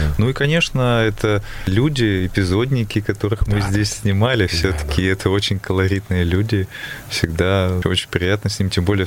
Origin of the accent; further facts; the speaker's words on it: Sevastopol, Crimea, Ukraine; Да, я из Севастополя.